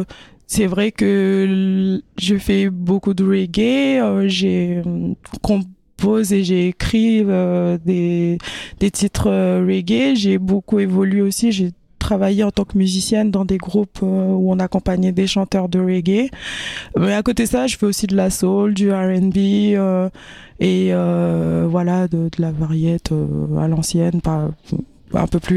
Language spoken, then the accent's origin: French; New Caledonia; l'esprit collectif, associatif qu'on a des fois chez nous en Kanaky.